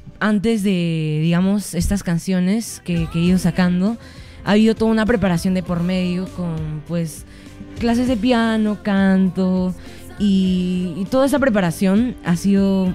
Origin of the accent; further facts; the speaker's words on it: Lima, Peru; soy de Lima.